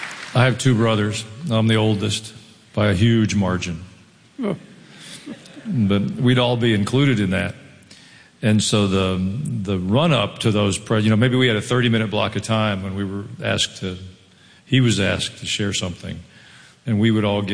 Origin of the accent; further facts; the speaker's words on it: Kansas City, United States; born there; I was born in Kansas City when you and Mom were first married.